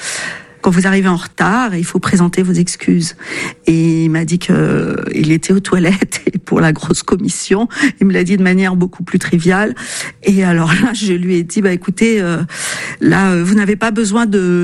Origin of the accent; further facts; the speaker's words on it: France; J'enseigne le français langue étrangère à des étudiants internationaux et je suis française.